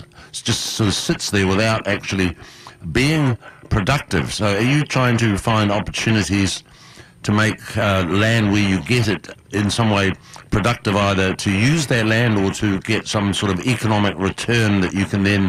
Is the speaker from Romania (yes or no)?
no; New Zealand; Well, see, I'm originally from New Zealand, Raymond, and in New Zealand, the indigenous people there, the Maori, are very highly integrated into